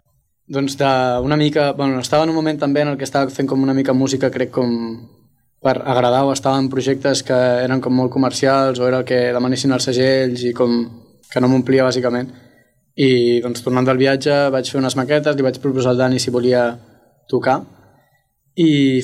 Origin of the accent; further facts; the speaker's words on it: Sabadell, Catalonia, Spain; la Jana ve de Torelló, el Martí ve de la Garriga i jo de Sabadell.